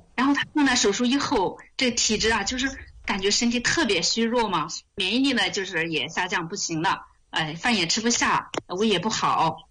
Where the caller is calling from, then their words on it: Hunan, China; 我是湖南的。